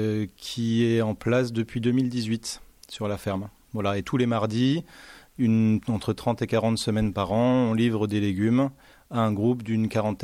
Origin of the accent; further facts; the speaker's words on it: Grand Est, France; Après, moi, je suis des Vosges, j'ai passé mon bac vraiment dans les forêts vosgiennes. Donc je suis quand même issu de la nature et du terroir, mais un autre terroir que le terroir tarnais.